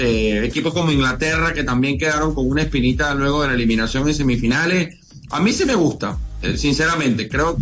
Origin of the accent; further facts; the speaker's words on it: Venezuela; Mira, bueno, como venezolano debo decirte que sí tiene muchísimo sentido